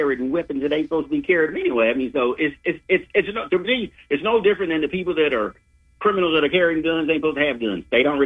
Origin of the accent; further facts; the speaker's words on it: Augusta, Georgia, United States; my father's family from Lincoln, but my mom's family is Augusta. We're from downtown Laney Walker area. You know, I grew up in Sunset Homes when I was down here.